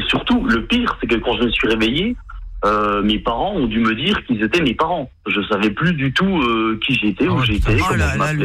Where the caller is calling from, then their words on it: Besançon, Bourgogne-Franche-Comté, France; moi, je suis de Besançon